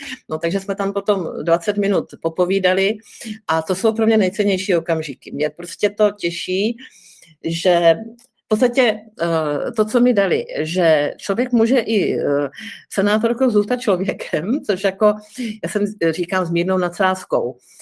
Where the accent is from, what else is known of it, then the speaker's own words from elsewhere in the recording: Moravia, Czechia; Ale já jsem skutečně hodná holka z Moravy